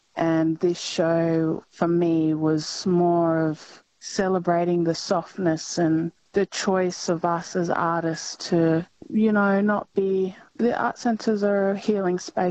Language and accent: English; Northern Territory, Australia; I myself, I'm originally not from WA. I'm from Northeast Arnhem Land myself.